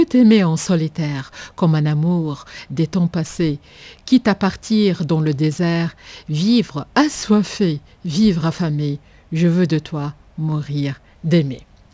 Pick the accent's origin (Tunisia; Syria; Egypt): Tunisia; المستوى التعليمي اللي عندنا في تونس،